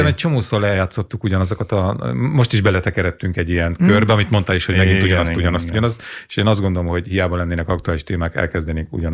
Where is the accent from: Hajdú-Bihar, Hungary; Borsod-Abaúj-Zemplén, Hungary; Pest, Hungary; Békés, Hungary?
Borsod-Abaúj-Zemplén, Hungary; Sátoraljaújhely; az én szülővárosomnak a fideszes polgármesterét, annak megvannak az okai, mert NER volt, vagy NER van kicsiben Sátoraljaújhelyen